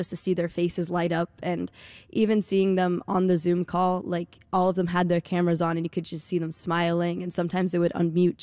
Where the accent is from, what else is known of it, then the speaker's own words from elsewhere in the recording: Spain; But I always have to tell them, no, I'm from Spain and my dad's from here, from Dorchester.